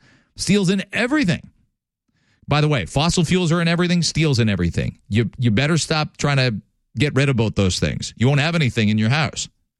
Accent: Canada; I think you should be able to buy what you want as a Canadian consumer.

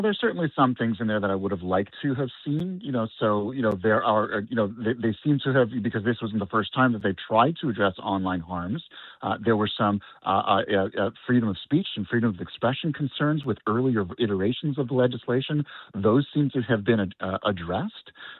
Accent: Canada; that to me as a Canadian is unacceptable.

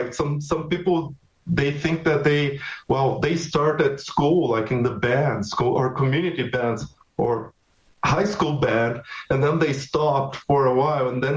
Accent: Brazil; And sometimes I remember, I came from Brazil, I remember a community that was very proud of having runners coming from that.

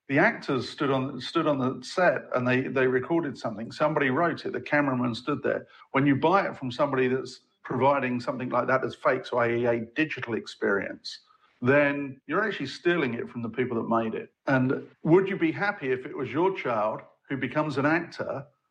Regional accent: England, United Kingdom; I'm an Englishman, so, you know, football is definitely an exciting topic.

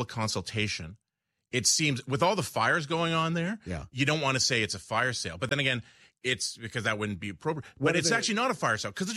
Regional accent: Toronto, Ontario, Canada; In Toronto.

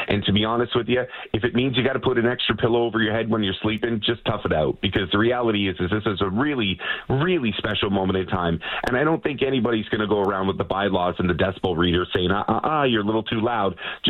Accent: British Columbia, Canada; I'm ready for the rain, and I never thought as a British Columbian I'd say it, but we've got forest fires that are sprouting up everywhere.

